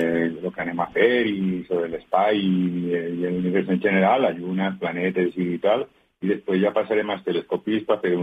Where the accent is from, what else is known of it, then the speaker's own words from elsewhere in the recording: Onda, Valencian Community, Spain; yo soy de Onda